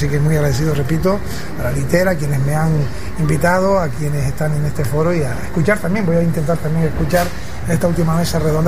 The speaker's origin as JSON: {"language": "Spanish", "region": "Canary Islands", "country": "Spain", "tie": "born or raised there", "said": "en el que venimos de un lugar también como es también Canarias, mi lugar de nacimiento, donde vivo"}